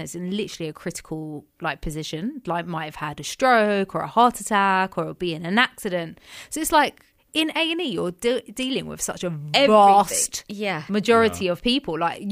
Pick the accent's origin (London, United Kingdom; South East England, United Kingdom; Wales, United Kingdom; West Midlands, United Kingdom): London, United Kingdom; I'm from Northwest London.